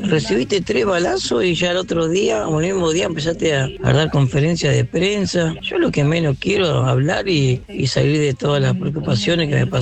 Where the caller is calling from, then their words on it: Gregorio de Laferrere, Buenos Aires Province, Argentina; de La Ferrere.